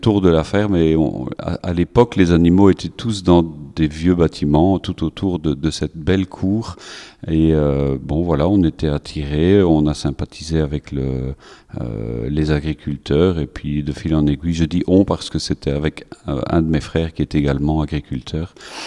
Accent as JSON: {"language": "French", "town": "Leuze-en-Hainaut", "region": "Wallonia", "country": "Belgium", "said": "je viens de la région de Hatte, Leuze-en-Hainaut précisément."}